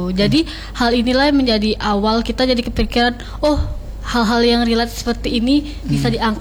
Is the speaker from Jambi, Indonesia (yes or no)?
yes; Jambi, Indonesia; Sebenarnya saya sendiri dari seberang kota Jambi.